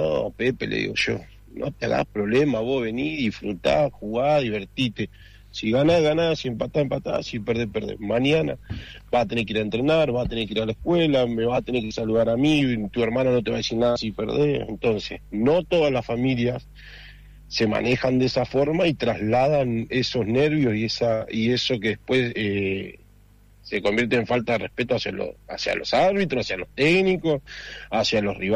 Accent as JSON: {"language": "Spanish", "town": "Cipolletti", "region": "Río Negro", "country": "Argentina", "tie": "born there"}